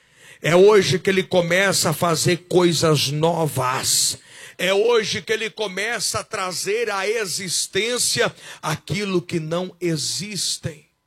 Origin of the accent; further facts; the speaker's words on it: Goiás, Brazil; Tem um ditado popular lá pro Goiás, eu sou goiano, não sei para cá